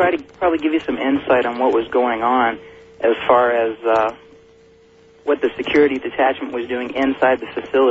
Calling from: Las Vegas, Nevada, United States; I'm calling from Las Vegas.

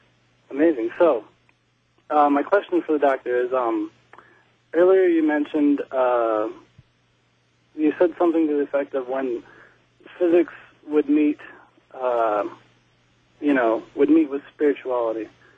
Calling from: Nashville, Tennessee, United States; I'm calling from Nashville.

